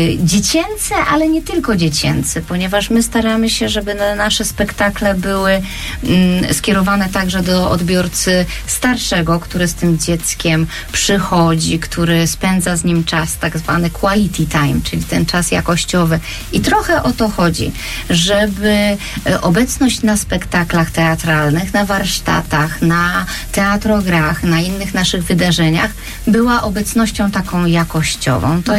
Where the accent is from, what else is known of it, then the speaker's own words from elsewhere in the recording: Silesian Voivodeship, Poland; jesteśmy po prostu ze Śląska. Jest nas dużo i każdy z nas mieszka w innej miejscowości. Także jesteśmy po prostu ze Śląska